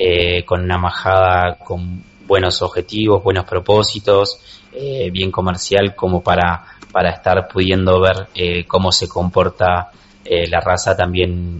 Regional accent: Flores, Uruguay; bueno, a mi departamento también, yo soy de Flores

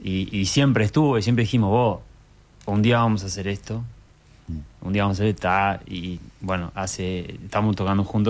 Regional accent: Montevideo, Uruguay; yo sí soy de Malvin

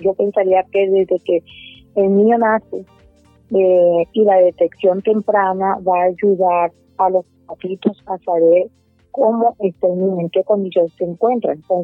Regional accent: Valledupar, Cesar, Colombia; also born or lived in Sogamoso, Boyacá; una ciudad fría, pero hermosa, del departamento de Boyacá, Sogamoso, principalmente es mi tierra de nacimiento, pero muy pequeña me llevaron mis padres, me trajeron para Valledupar Cesar, tierra que ustedes conocen, de acordeones, de música, de cultura vallenata, de amor, de comidas deliciosas.

